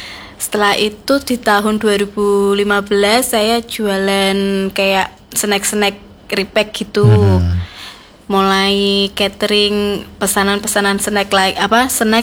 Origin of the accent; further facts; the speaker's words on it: Semarang, Central Java, Indonesia; Saya dari Papandayan Kalilangse.